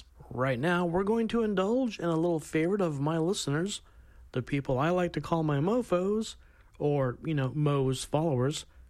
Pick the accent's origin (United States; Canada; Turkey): Canada; Newfoundland and Labrador; Because I'm Canadian, and this is the stuff I was listening to when I was a little DJ rocking my one wheel of steel in Newfoundland.